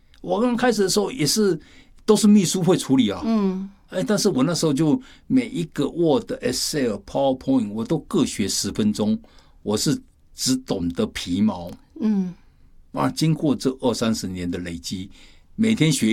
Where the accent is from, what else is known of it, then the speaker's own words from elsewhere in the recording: China; 我们中国人讲的是事倍功半